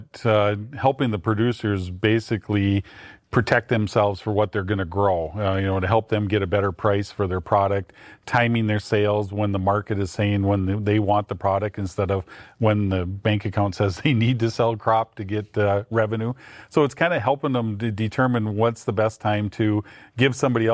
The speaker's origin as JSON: {"language": "English", "town": "Milnor", "region": "North Dakota", "country": "United States", "tie": "born or raised there", "said": "Okay, well, I live, you know, born and raised in North Dakota, a farm in southeast part of the state down by Milner. Went to high school at Milner"}